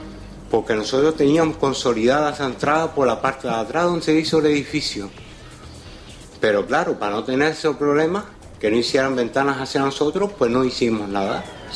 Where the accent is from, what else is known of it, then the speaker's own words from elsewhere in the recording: Canary Islands, Spain; Y yo siempre he dado todo por mi pueblo, por los Molinillos.